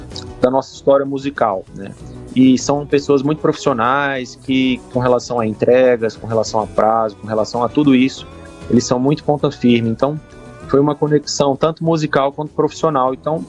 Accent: Brasília, Federal District, Brazil; Eu sou nascido em Brasília, sou um brasiliense.

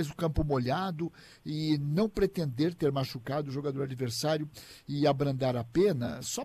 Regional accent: Rio Grande do Sul, Brazil; Eu sou do Rio Grande do Sul

